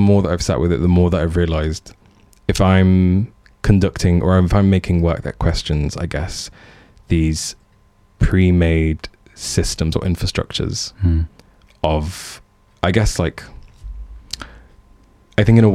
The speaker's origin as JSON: {"language": "English", "town": "Coventry", "region": "West Midlands", "country": "United Kingdom", "said": "I'm from Coventry, I'm Libyan"}